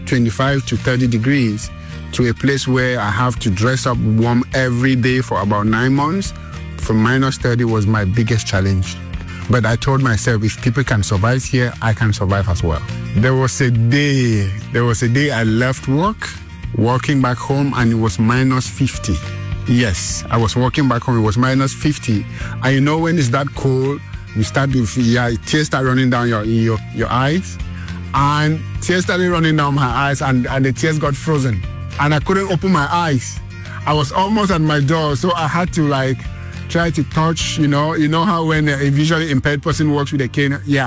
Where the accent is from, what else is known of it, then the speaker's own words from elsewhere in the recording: Cameroon; moved away as an adult; now in Yellowknife, Canada; I am originally from Cameroon, a country in Central Africa. I moved to Canada for education, and then I moved up here.